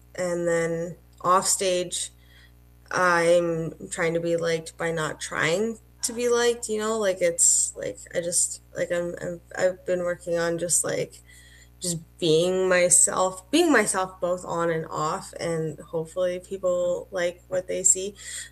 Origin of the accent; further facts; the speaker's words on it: Victoria, British Columbia, Canada; when I came from Victoria to like Red Deer in Edmonton